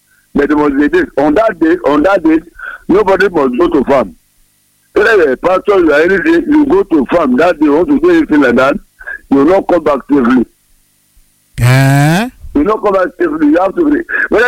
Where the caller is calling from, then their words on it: Kogi, Nigeria; Igala is from a part of Kogi West. I'm from Kogi, Igala from Prikabuwa, Kaudu.